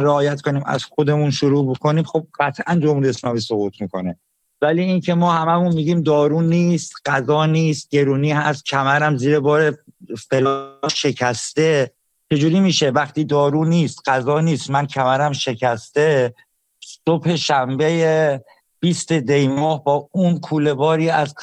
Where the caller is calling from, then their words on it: Iran; من به عنوان یک ایرانی